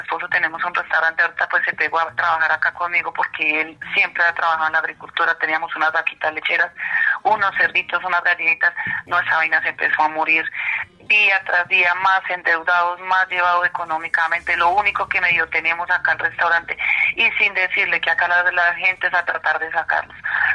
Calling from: Coscuez, Boyacá, Colombia; Coscuez, Boyacá.

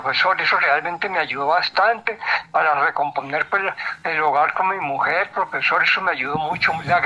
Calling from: Marquetalia, Caldas, Colombia; Marquetalia, profesor, acá.

